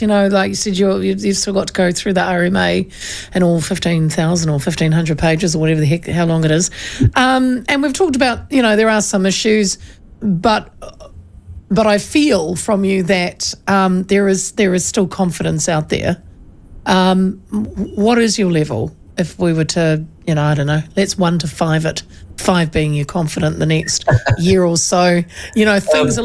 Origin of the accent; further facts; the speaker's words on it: Hawke's Bay, New Zealand; born there; I grew up, part of my childhood, I grew up in Hawke's Bay, and my father was a manager of a Watties farm. So we actually had a house, a little cottage in one of the Watties farms